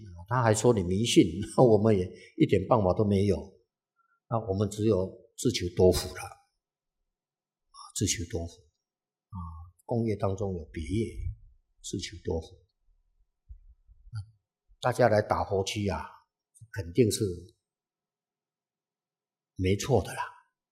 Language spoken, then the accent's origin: Chinese; Taiwan; 我们祖先就从大陆移民到